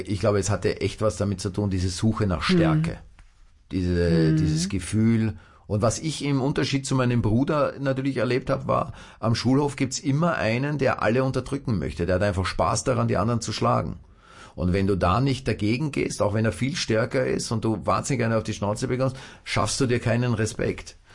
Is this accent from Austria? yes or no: yes; Vienna, Austria; da sind wir wieder auch beim zweiten Bezirk, wo ich aufgewachsen bin, im Rotlichtmilieu